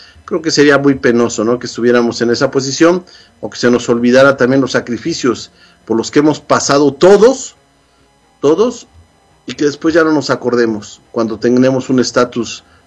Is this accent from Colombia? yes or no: no; Mexico; now in United States; como latinoamericano, como mexicano, como paisanos